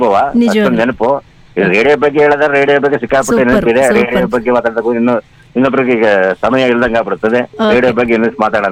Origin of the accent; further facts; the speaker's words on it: Karnataka, India; born there; ನಮ್ಮೂರಿಂದ ಧರ್ಮಸ್ಥಳ ಒಂದು 105 kilometer ಆಗುತ್ತೆ 100 to 175 ಆಗುತ್ತೆ